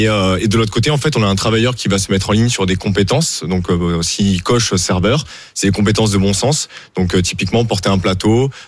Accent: Argelès-sur-Mer, Occitanie, France; Moi, je viens du coup d'Argelès-sur-Mer.

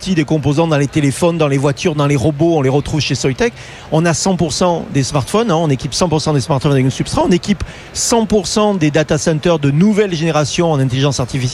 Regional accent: France; Non, honnêtement, c'est pas parce que je suis français que je le dis, mais les ingénieurs français sont franchement parmi les meilleurs au monde.

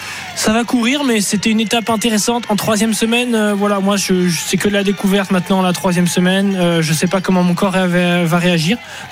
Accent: France; En tant que Français sur les routes du Tour

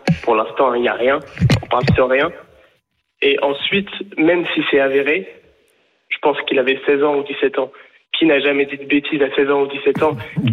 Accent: Nice, Provence-Alpes-Côte d'Azur, France; now in Israel; En fait, je suis niçois et je vous écoute depuis ma plus tendre enfance.

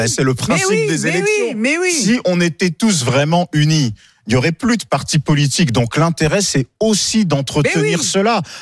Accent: France; Moi, je suis un Français afro-descendant.

